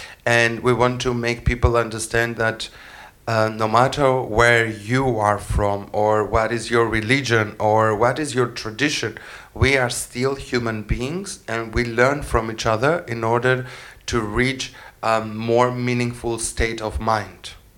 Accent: Greece; now in Germany; I said at the beginning of the podcast today, I come from Greece. When I moved to Germany, I heard someone telling me, go back to Syria. And I was like, I'm not from Syria?

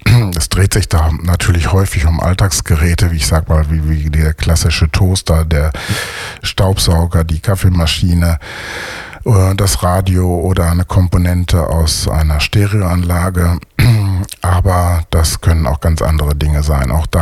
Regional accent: North Rhine-Westphalia, Germany; In meiner Heimatstadt im Ostwestfalen, da gibt es eine Schule, in der das regelmäßig stattfindet.

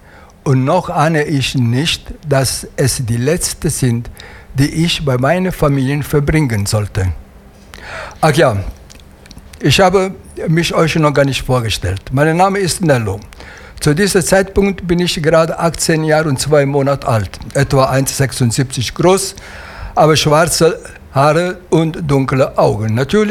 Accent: Italy; German is a second language; moved away as an adult; now in Germany; Sicher, in meinem Herz ist immer Italien da. Ich bin Italiener.

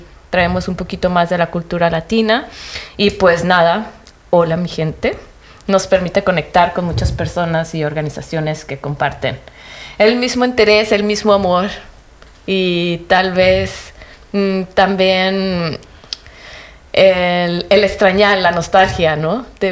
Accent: Mexico; now in Düsseldorf, Germany; Yo soy mexicana y formo parte de Futuro Sí.

